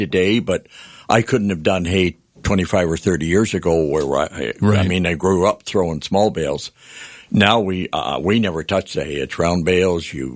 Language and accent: English; Sydney Township, Ontario, Canada; At that time, it was in Sydney Township. It wasn't in Belleville. It was a little dead-end road.